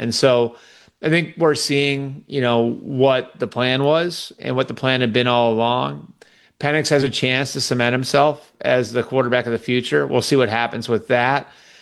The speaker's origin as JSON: {"language": "English", "region": "New England", "country": "United States", "tie": "born or raised there", "said": "Yeah, I was born in 1980. So, like, one of my earliest memories and growing up in New England was the 85 Bears absolutely annihilating the Patriots in January of 1986 in Super Bowl 20."}